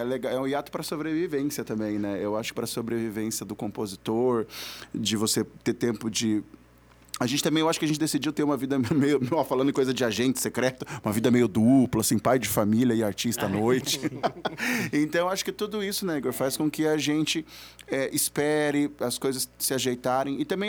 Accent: Maringá, Paraná, Brazil; A gente no Paraná, a gente é de Maringá

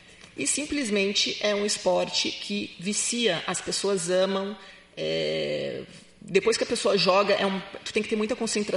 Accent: Florianópolis, Santa Catarina, Brazil; now in Curitiba, Brazil; Eu sou Marazinha da Ilha. A maioria das pessoas, pelo tua, as pessoas confundem, que acham que eu sou gaúcha. Mas em Floripa, nós falamos tu também.

